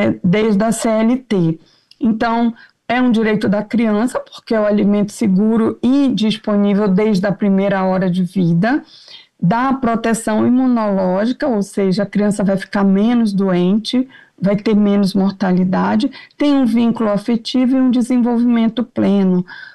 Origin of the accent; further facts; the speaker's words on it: Amazonas, Brazil; Eu sou do Amazonas